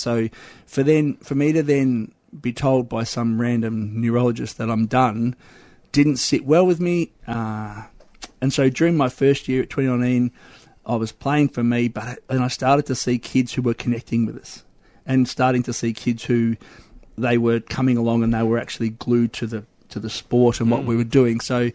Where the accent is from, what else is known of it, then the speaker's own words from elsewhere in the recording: Ballarat, Victoria, Australia; growing up in country Victoria, I grew up in Ballarat. Mum and Dad are still there